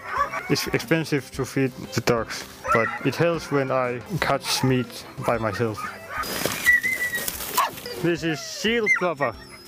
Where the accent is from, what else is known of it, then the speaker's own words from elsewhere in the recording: Sisimiut, Qeqqata, Greenland; This year, it's here in my hometown, Sisimiut.